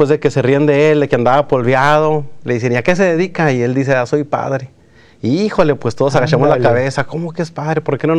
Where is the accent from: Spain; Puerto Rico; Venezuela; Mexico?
Mexico; El Yaqui; mi pueblo, el Yaqui se llama.